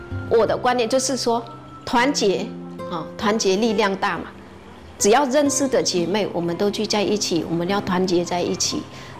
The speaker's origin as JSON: {"language": "Chinese", "country": "Vietnam", "moved": "yes", "lives_now": "Taiwan", "said": "我们越南人或是新住民在台湾的"}